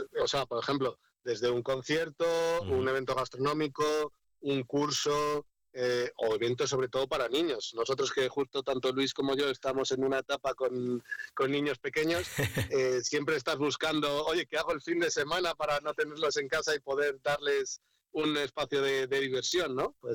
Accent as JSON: {"language": "Spanish", "town": "León", "region": "Castile and León", "country": "Spain", "also_born_or_lived": "Madrid / Gijón", "moved": "as an adult", "said": "soy un chico de León, que estudié Ingeniería Informática en la Universidad de León. Estuve trabajando por Madrid, por Gijón y ahora he vuelto a la tierra."}